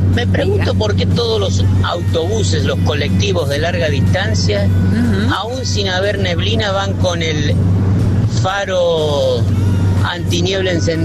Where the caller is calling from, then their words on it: Villa Concepción, Argentina; de Villa Concepción, feriante.